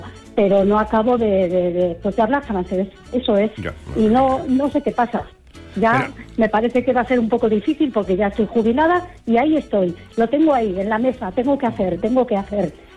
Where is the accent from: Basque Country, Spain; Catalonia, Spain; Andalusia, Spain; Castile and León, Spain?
Basque Country, Spain; Bilbao; Ah, bueno, yo soy de Bilbao.